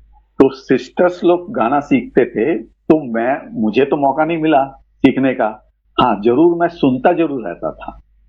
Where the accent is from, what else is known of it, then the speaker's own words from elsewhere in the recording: Bhilai, Chhattisgarh, India; तो मैं वैसे भिलाई छत्तीसगढ़ का रहने वाला हूँ